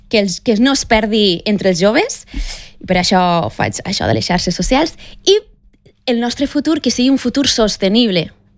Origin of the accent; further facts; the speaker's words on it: Catalonia, Spain; catalana perquè sóc catalana, el meu cor és català, estimo la meva terra i és el que vull expressar a les meves cançons.